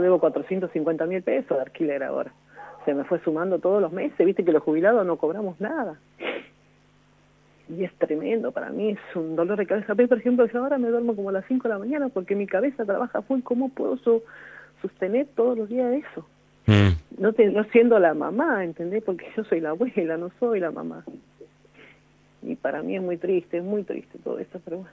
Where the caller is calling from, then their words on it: Garín, Buenos Aires Province, Argentina; Sí, de acá de Garín.